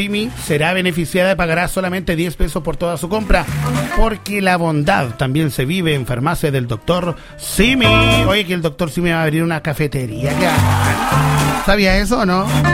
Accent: Osorno, Los Lagos, Chile; now in Los Ángeles, Chile; yo vengo de Osorno.

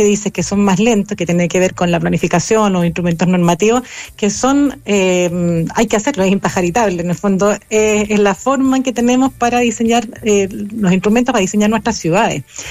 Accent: Chile

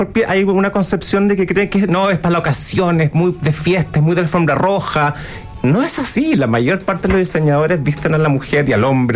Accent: Punta Arenas, Magallanes and Chilean Antarctica, Chile; A ver, yo soy de Punta Arena.

